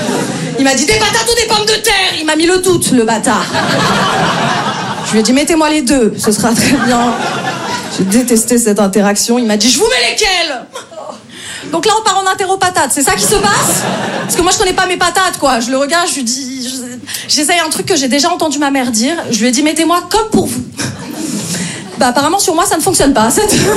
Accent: Paris, Île-de-France, France; Moi je viens de Paris.

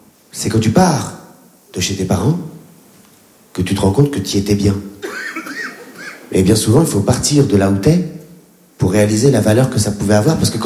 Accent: Réunion; born or raised there

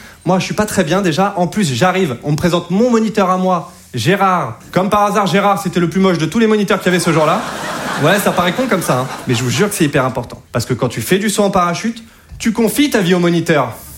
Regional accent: Hauts-de-France, France; Je ne suis pas de Paris à la base. Moi, je viens de Picardie.

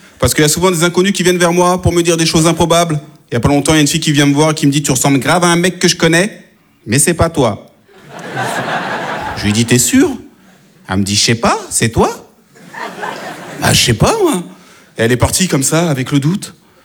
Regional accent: France; born there; Je lui dis non madame, je suis pantillais, je suis d'origine malienne. Elle me dit c'est bizarre parce que vous parlez bien français. J'ai dit madame, si je parle bien français, c'est peut-être parce que je suis né en France

